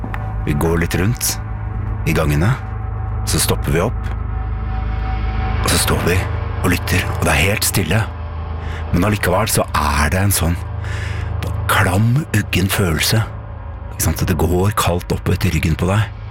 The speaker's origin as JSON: {"language": "Norwegian", "town": "Edmonton", "region": "Alberta", "country": "Canada", "said": "Dette er altså kanadiske forskere fra Edmonton, og det kommer til å være et poeng snart at jeg er fra Edmonton."}